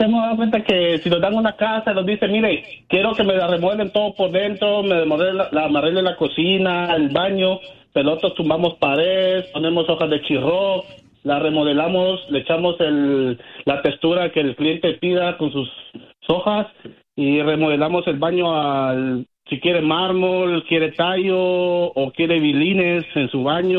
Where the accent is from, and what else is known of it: Guatemala; now in United States